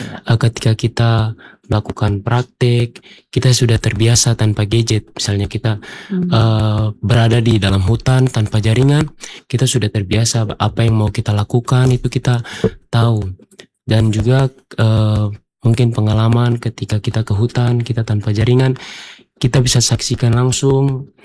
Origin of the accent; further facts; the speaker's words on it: Manokwari, West Papua, Indonesia; Saya dari Manokwari